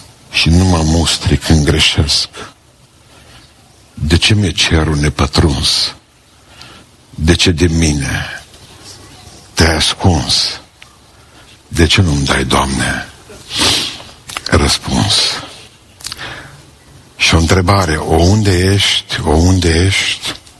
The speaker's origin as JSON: {"language": "Romanian", "country": "Romania", "tie": "born or raised there", "moved": "yes", "said": "la noi acasă, în sat, la mine, în Pântășești"}